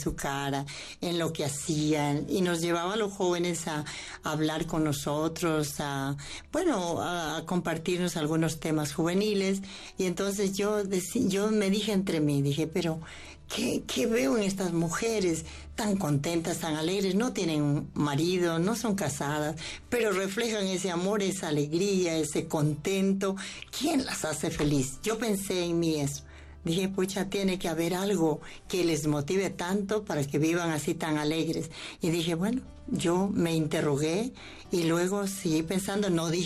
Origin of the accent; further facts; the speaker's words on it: Loja, Ecuador; moved away; Yo soy misionera de Santa Teresita, vengo de la provincia de Loja.